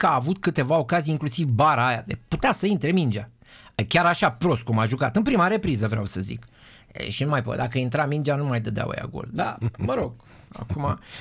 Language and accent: Romanian; Romania; suntem români, mă!